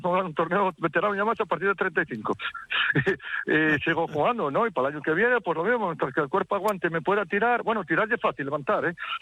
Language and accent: Spanish; Turón, Asturias, Spain; Yo soy de Turón, un pueblo de al lado de Mieres, un pueblo minero.